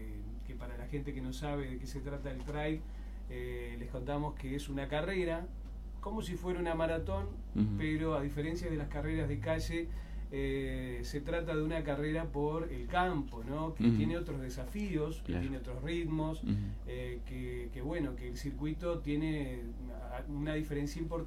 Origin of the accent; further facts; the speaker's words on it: Zapicán, Lavalleja, Uruguay; Nosotros, como tú decías, venimos de la localidad de Zapicán, en el norte del departamento de La Valleja.